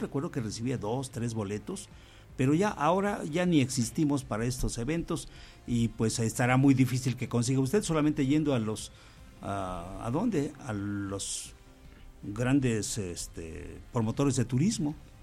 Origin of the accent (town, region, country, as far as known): Mexico